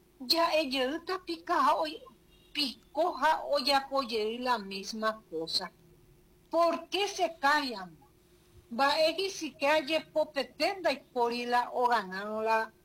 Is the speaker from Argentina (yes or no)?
no; Paraguay; como cuñada, como mamá, como paraguaya.